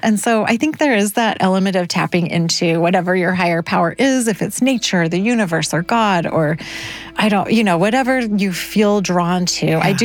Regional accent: Utah, United States; moved away; also born or lived in upstate New York; So I grew up in Southern Utah, which is very non-hydrated.

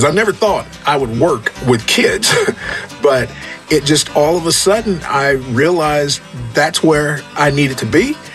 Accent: Oklahoma City, Oklahoma, United States; I'm from Oklahoma City, Oklahoma.

